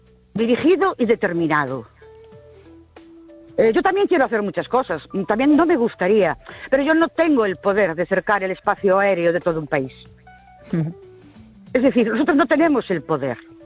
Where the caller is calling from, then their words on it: Ourense, Galicia, Spain; Hola. Buenas noches … de Ourense.